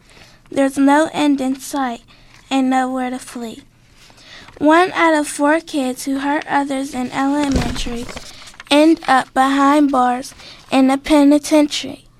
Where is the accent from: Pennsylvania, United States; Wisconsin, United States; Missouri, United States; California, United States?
Pennsylvania, United States; now in Wilkinsburg, United States